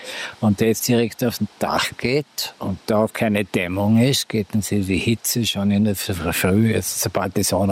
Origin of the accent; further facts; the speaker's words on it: Vorarlberg, Austria; moved away; Ich bin ja gebürtiger Schonzhauser vom Vorarlberg. Da wäre ich auch gerne wieder zurückgezogen